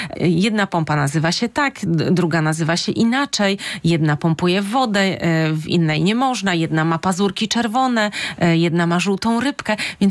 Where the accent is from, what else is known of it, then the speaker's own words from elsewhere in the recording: Szczecin, West Pomeranian Voivodeship, Poland; born there; jako szczecinianki z urodzenia i z wyboru